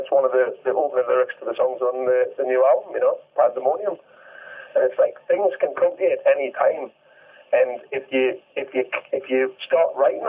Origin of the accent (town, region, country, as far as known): England, United Kingdom